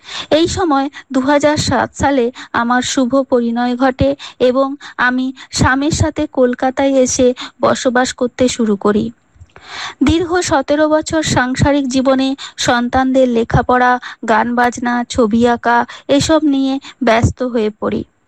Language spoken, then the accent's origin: Bangla; Bankura district, West Bengal, India; moved away as an adult; also born or lived in Bardhaman; now in Kolkata, India; আমি অতি সাধারণ মধ্যবিত্ত পরিবারের একজন গৃহবধূ। পশ্চিমবঙ্গের বাঁকুড়া জেলার এক মফস্বল এলাকায় আমার জন্ম হয়। জন্মের পর দাদু, বাবা, মা, পিসি, কাকু, দিদি সবার সাথে যৌথ পরিবারে আমি বড় হয়ে উঠেছি।